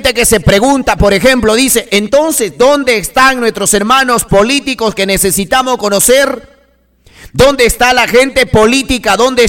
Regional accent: Peru; nos preocupa a nosotros como peruanos.

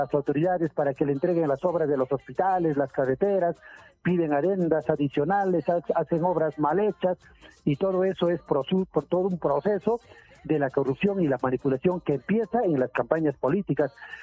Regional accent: Chilca, Lima, Peru; que he nacido y crecido y vivo en Chilca. Tengo mi familia establecida

